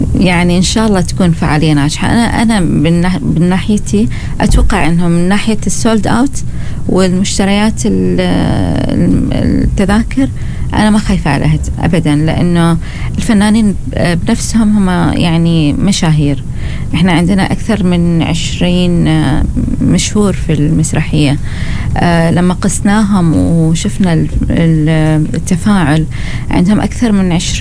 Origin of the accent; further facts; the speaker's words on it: Oman; عندنا في عمان